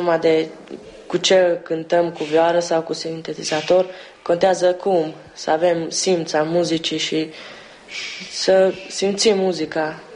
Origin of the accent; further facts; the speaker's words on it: Otlaca Pustă, Békés, Hungary; Sunt din Otlaca Pustă, originar din județul Cluj, localitatea Turda.